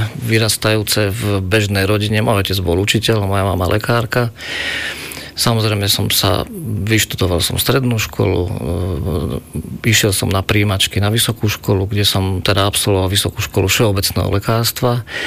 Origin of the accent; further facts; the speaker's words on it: Dolný Kubín, Žilina Region, Slovakia; also born or lived in Košice; Ja som sa narodil v Košiciach, ku koncu štúdií mojej mamy. Potom ona bola preložená alebo inštalovaná ako lekárka všeobecná do Dolného Kubína, kde sme žili nejakých 10 rokov.